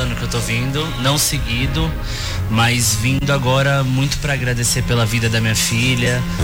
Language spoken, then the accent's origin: Portuguese; São Paulo, Brazil; São Paulo, Zona Norte.